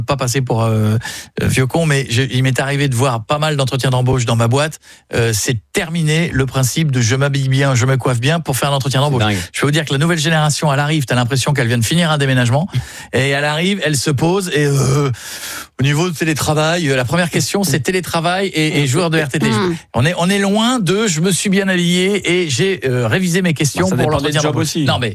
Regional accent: Hauts-de-France, France; Moi, je suis un picard.

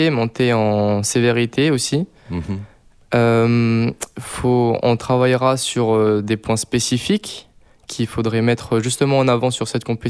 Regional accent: New Caledonia; Oui, forcément, on vient d'un petit pays, donc c'est pas le pays le plus connu.

